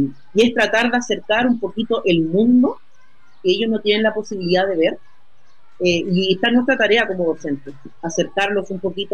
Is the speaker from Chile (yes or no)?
yes; Viña del Mar, Valparaíso, Chile; now in Chañaral, Chile; Yo soy de Viña del Mar